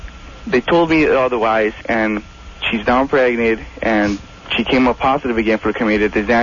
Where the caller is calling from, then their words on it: California, United States; I'm from California